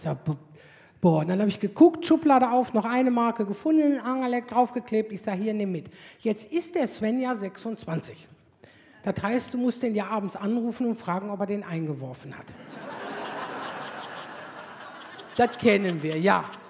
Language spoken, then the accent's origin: German; Aldekerk, North Rhine-Westphalia, Germany; ich komme aus Aldekerk.